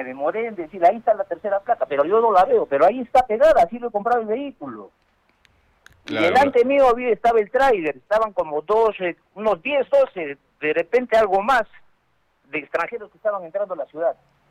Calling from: La Joya, Arequipa, Peru; yo soy de La Joya

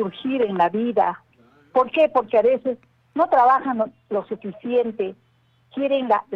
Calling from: Arequipa, Peru; yo sí soy arequipeña, con mucho orgullo lo digo.

